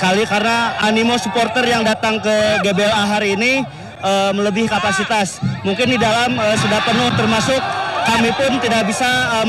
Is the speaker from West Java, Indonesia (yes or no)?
yes; Bekasi, West Java, Indonesia; Saya dari Bekasi.